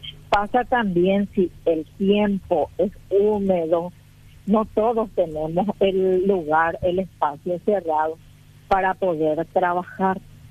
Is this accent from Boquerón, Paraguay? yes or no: no; Piribebuy, Cordillera, Paraguay; Soy de la ciudad de Piribebuy.